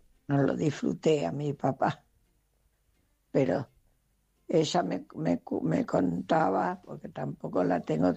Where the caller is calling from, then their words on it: Luján, Buenos Aires Province, Argentina; de Luján.